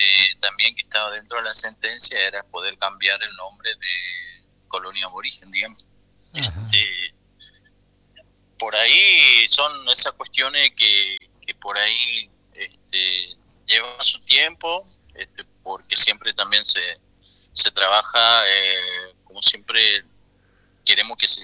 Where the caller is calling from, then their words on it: La Leonesa, Chaco, Argentina; first language Qom; Spanish is a second language; pertenezco al pueblo POM, acá de La Leonesa, Chaco.